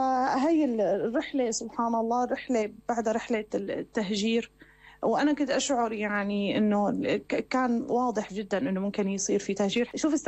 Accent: Damascus, Damascus Governorate, Syria; نعم نعم في دوما تحديدا، يعني سبحان الله أنا بنت الشام بنت الميدان، لكن قبل

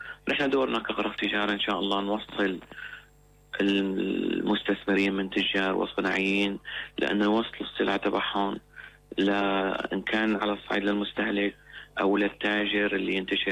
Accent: Syria; كلنا كسوريين

